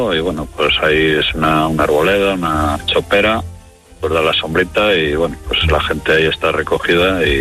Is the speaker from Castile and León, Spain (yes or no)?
yes; Venta de Baños, Castile and León, Spain; born there; Yo, mira, soy nacido aquí en Venta de Baños, reconozco todo eso, no pensaba que ahí iría la gente a bañarse.